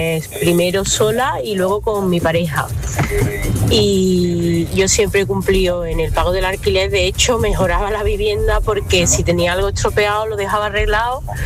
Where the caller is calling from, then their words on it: Córdoba, Andalusia, Spain; de Córdoba.